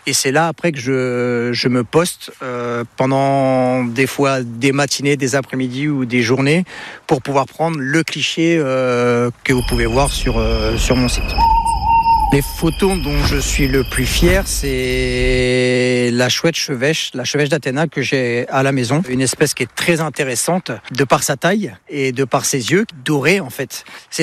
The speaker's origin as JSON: {"language": "French", "town": "Rosny-sous-Bois", "region": "Île-de-France", "country": "France", "tie": "born there", "also_born_or_lived": "Réunion", "moved": "as an adult", "lives_now": "Mézières-sous-Lavardin, France", "said": "je vais avoir 44 ans, je suis né à Rosny-sous-Bois et je suis en Sarthe depuis un petit peu plus d'une dizaine d'années."}